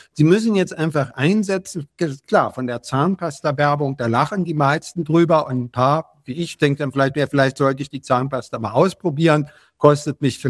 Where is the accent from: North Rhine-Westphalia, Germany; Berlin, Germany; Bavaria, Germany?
Berlin, Germany; born or raised there